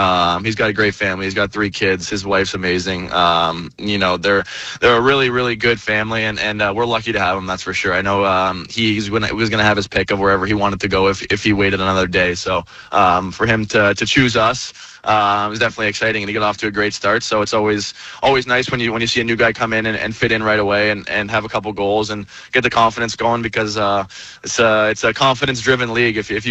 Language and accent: English; Toronto, Ontario, Canada; moved away; I'm from Toronto, and my little brother had an Ovechkin jersey growing up in our room.